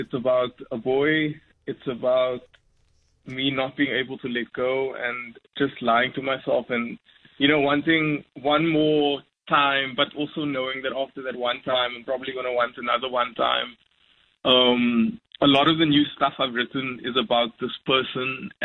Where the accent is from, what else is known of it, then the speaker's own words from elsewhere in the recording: Cape Town, Western Cape, South Africa; I come from Elsie's River